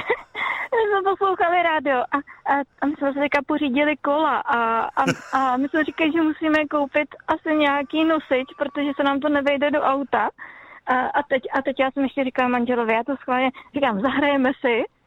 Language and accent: Czech; Lanškroun, Pardubice Region, Czechia; Jsem z Lanskrona.